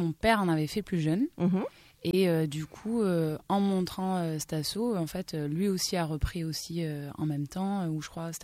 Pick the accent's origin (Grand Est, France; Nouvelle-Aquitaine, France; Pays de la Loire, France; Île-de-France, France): Nouvelle-Aquitaine, France; Labenne; Oui, enfin, j'ai grandi à La Benne et après, très vite, études sur Bayonne, donc dans le secteur.